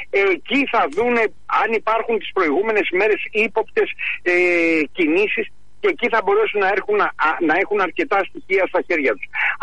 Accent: Peloponnese, Greece; όπως λένε και στο χωριό μου στην Πελοπόννησο

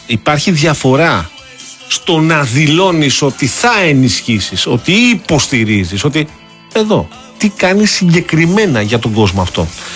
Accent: Greece; Μιλάγαμε ως Έλληνες, όχι ως Αμερικανοί πολίτες.

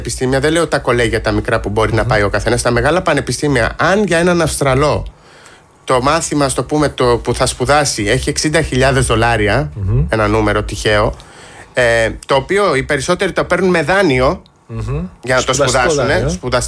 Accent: Greece; Ως Έλληνες

